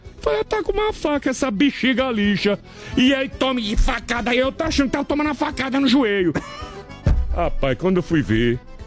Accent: Palmares, Pernambuco, Brazil; Porque eu lembro minha terra, né? Palmares, Pernambuco, Nordeste. Lá é a terra.

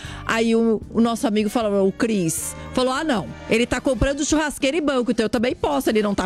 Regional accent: Rio Grande do Sul, Brazil; Eu sou gaúcha

